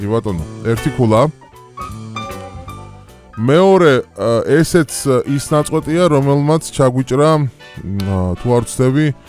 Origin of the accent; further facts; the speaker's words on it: Samegrelo-Zemo Svaneti, Georgia; მე როგორც მეგრელი წარმოშობით და აფხაზურის არ მწოდნე, აფხაზური მე არ ვიცი, ტექსტი აბსოლუტურად თავიდან ბოლომდე მეგრული იყო.